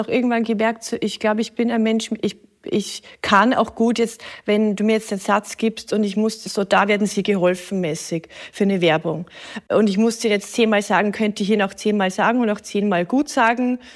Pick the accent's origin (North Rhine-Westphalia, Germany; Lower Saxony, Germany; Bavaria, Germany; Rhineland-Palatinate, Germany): Bavaria, Germany; Straubing